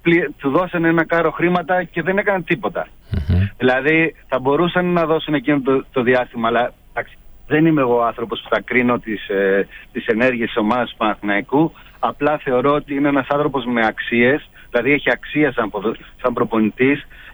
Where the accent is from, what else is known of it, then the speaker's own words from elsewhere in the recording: Greece; Έχουμε σαν Έλληνες αυτό το φιλότιμο